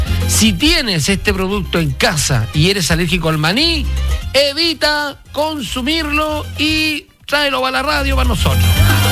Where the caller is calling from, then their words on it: Puerto Montt, Los Lagos, Chile; Buenas tardes … de Puerto Montt.